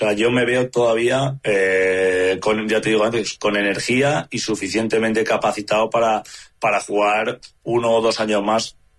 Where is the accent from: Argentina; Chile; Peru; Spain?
Spain; como español que me siento, creo que tenemos una selección magnífica